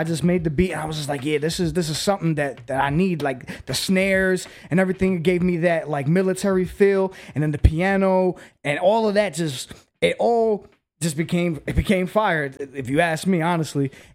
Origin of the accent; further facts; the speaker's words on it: New York, United States; We just having a great, great time being a New Yorker, being an American.